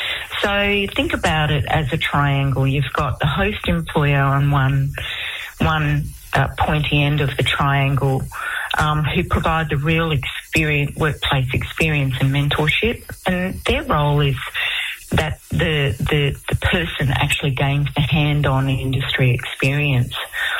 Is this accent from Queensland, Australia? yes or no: yes; Weipa, Queensland, Australia; also born or lived in Old Mapoon; growing up in Weeper in Old Marpoon in Far North Queensland, my childhood was adventurous and it was fun.